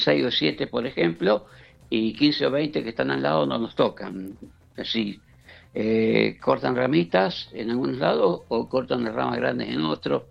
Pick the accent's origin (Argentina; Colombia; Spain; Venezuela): Argentina; Godoy Cruz, Mendoza; como yo soy de Godoy Cruz